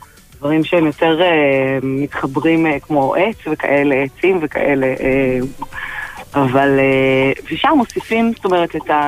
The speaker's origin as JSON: {"language": "Hebrew", "town": "Tel Aviv", "region": "Tel Aviv District", "country": "Israel", "tie": "born or raised there", "lives_now": "Jerusalem, Israel", "said": "כי תל אביבית במקור לגמרי."}